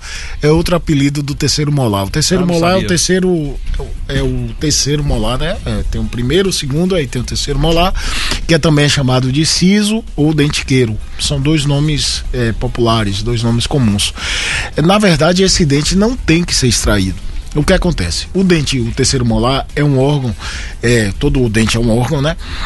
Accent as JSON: {"language": "Portuguese", "town": "Rui Barbosa", "region": "Bahia", "country": "Brazil", "tie": "born there", "said": "Sou de Rui Barbosa, sim. Nasci em Rui Barbosa."}